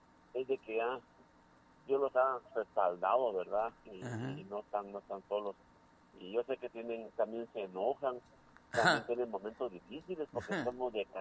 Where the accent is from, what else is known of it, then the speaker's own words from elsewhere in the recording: Mixco, Guatemala Department, Guatemala; born there; now in San Miguel Petapa, Guatemala; soy de Misco, ahí nací.